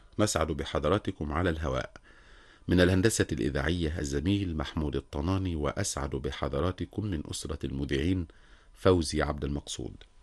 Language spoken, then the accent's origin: Arabic; Egypt; بلدنا مصر